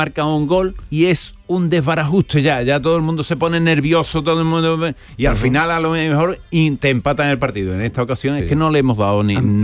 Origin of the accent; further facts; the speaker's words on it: Spain; estábamos asustados porque somos españoles.